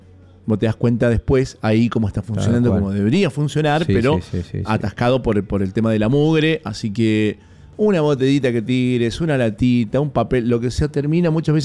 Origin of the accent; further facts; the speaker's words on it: Mendoza, Argentina; como argentinos, como mendocinos